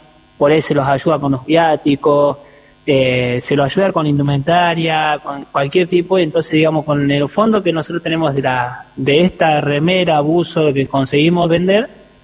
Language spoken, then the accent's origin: Spanish; Córdoba, Argentina; bueno, yo soy de Córdoba, está Mikey de Salta, está Rodrigo de Córdoba también